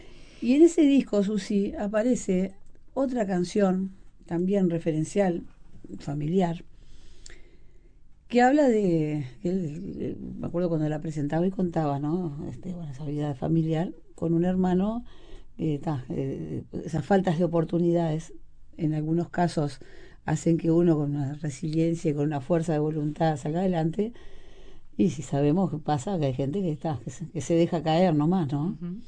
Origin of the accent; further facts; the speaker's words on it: Montevideo, Uruguay; Yo nací en Montevideo, me crié con esos reos, yo tocaba los tambores del lugar.